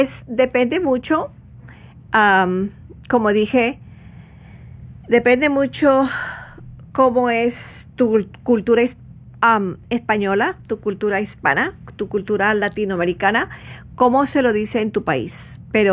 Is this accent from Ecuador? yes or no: yes; Ecuador; de donde yo vengo, en Ecuador o en Sudamérica